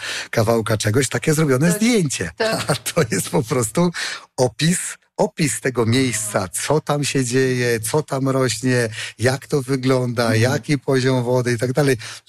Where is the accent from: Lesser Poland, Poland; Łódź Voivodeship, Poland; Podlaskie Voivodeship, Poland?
Podlaskie Voivodeship, Poland; Rospuda valley; Ja się wychowałem troszkę nad Rozpudą, bo mój tato pochodzi z Raczek.